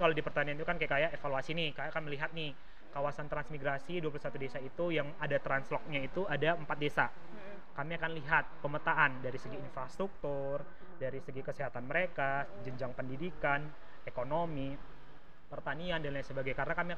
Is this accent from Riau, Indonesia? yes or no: yes; Riau, Indonesia; born there; moved away as an adult; now in Belu, Indonesia; ini Sumatera Barat, saya Riau.